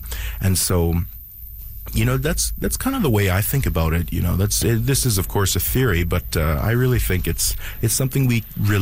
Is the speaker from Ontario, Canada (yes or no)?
no; Sucker Creek, Alberta, Canada